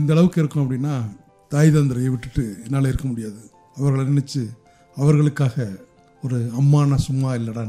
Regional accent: Kodaikanal, Tamil Nadu, India; நான் கொடைக்கானலை சேர்ந்தவர் தான்.

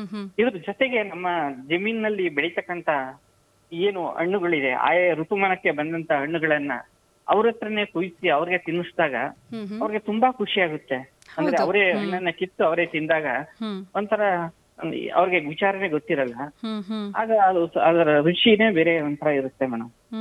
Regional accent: Chamarajanagar district, Karnataka, India; ಈಗ ಉದಾಹರಣೆ ನಮ್ಮ ಚಾಮರಾಜನಗರ ಜಿಲ್ಲೆಯಲ್ಲಿ

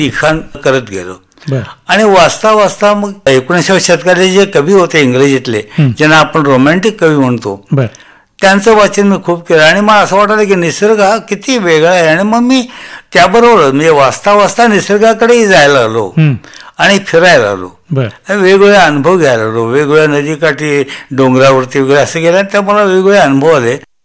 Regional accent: Kolhapur district, Maharashtra, India; माझी जन्मभूमी कोल्हापूर जिल्हा.

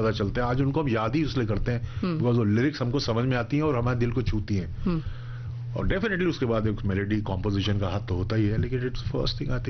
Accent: Uttarakhand, India; वैसे तो मैं हूँ उत्तराखंड का, हम लोग पहाड़ के हैं रहने वाले

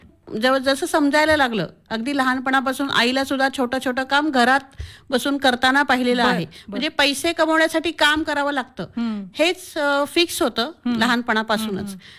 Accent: Mumbai, Maharashtra, India; moved away as an adult; also born or lived in Trimbakeshwar; now in Ahilyanagar, India; मी तुम्हाला म्हटलं तसं की मुंबईमध्ये माझं बालपण गेलं.

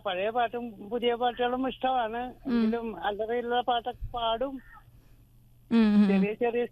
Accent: Kodungallur, Kerala, India; ഞാൻ കൊടുങ്ങല്ലൂർ സ്വദേശിയാണ്.

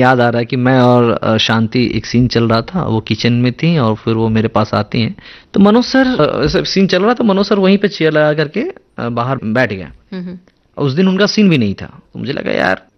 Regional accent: Bihar, India; उन्होंने कहा तू कहाँ से है, मैंने कहा सर मैं तो बिहार से हूँ।

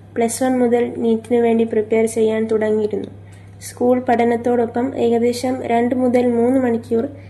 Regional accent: Kavaratti, Lakshadweep, India; also born or lived in Minicoy; നാട് മിനിക്കോഴി ദ്വീപാണ്. ഞാൻ ജനിച്ചതും വളർന്നതും കവരത്തി ദ്വീപിലാണ്. 1-ാം ക്ലാസ് മുതൽ +2 വരെ പഠിച്ചത് കേന്ദ്രീയ വിദ്യാലയ കവരത്തിയിലാണ്.

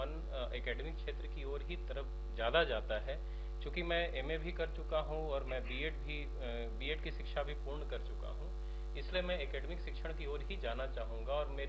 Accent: Varanasi, Uttar Pradesh, India; जी, मेरा बचपन बनारस में गुजरा, मेरा जन्म बनारस का है

